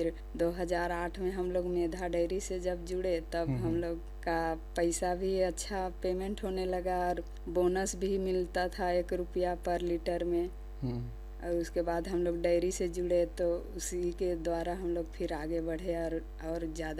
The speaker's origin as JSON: {"language": "Hindi", "town": "Itki Thakur", "region": "Jharkhand", "country": "India", "said": "जी इटकी ठाकुर गांव।"}